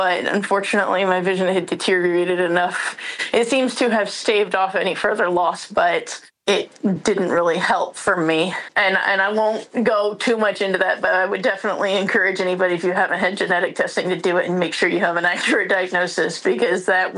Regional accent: Plano, Texas, United States; now in Denton, United States; I was born in Dallas, grew up in the Dallas area. For those familiar with the Dallas area, I actually grew up in Plano, and I was there the majority of my life, all of my childhood, pretty much.

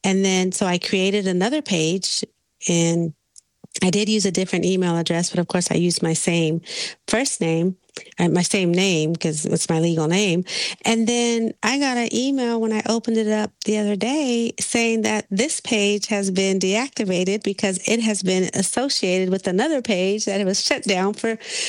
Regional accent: California, United States; moved away; I grew up in California

